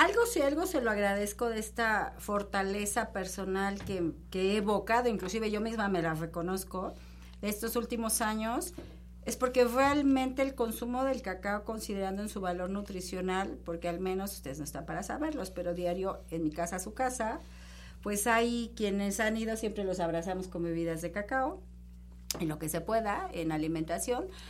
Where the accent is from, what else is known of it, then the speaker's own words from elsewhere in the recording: Mexico; sí soy mexicana